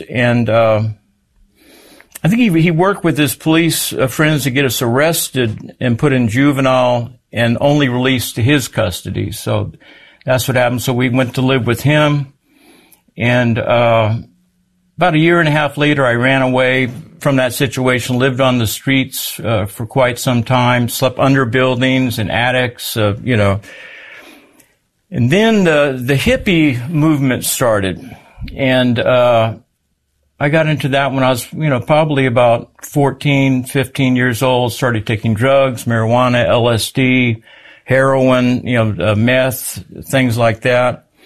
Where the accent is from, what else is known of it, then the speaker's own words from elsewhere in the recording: San Antonio, Texas, United States; born there; Well, I was born in San Antonio, Texas